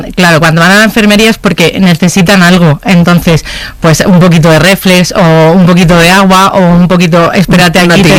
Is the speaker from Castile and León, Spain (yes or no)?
no; Madrid, Community of Madrid, Spain; Perfecto. Y porque soy de Madrid.